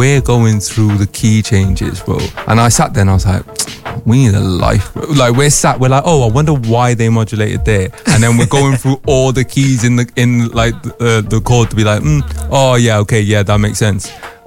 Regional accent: Newport, Wales, United Kingdom; honestly, bro, when it comes to Newport, it was so heavy that I think even to this day, people don't know I'm from Newport.

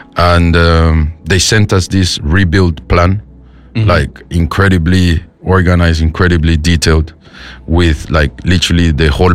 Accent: Bogota, Bogotá, Colombia; now in United Kingdom; I was born and raised in Colombia

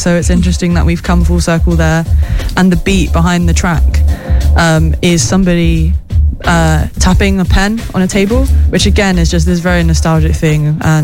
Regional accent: London, United Kingdom; now in Bristol, United Kingdom; I'm a Bristol-based DJ. Mm-hmm. I grew up in North London.

